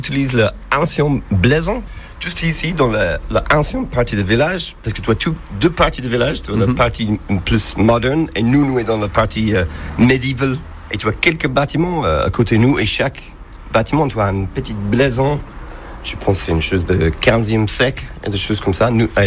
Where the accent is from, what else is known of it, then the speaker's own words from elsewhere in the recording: Dublin, Leinster, Ireland; French is a second language; now in Saint-Chef, France; Je suis Irlandais de Dublin.